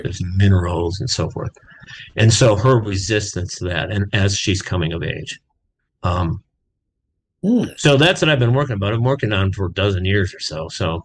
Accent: Austin, Minnesota, United States; born or raised there

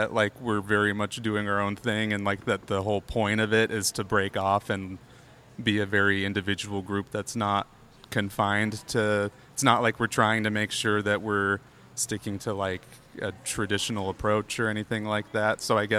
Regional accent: Phoenix, Arizona, United States; I grew up in the Phoenix area, where my parents still live.

